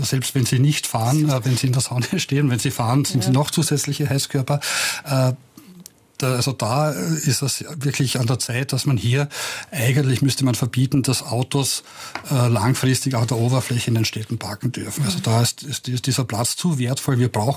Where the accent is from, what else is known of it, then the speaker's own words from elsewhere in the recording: Austria; Wir gibt bei uns in Österreich ein Konsortium, das nennt sich Klimaszenarien.at